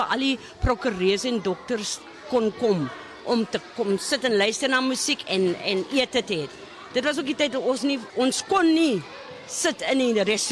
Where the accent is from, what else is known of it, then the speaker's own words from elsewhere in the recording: Strand, Western Cape, South Africa; Waar kom ek vandaan? Ek is 'n meisie van die Strand.